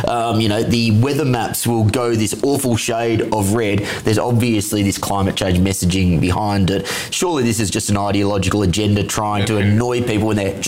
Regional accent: Australia; As an Australian, I do giggle when I hear about a 28 degree heat wave.

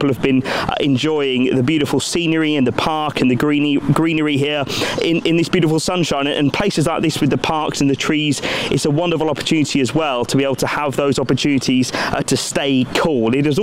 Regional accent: United Kingdom; We're British, Martin. We shut up and we get on with it, don't we?

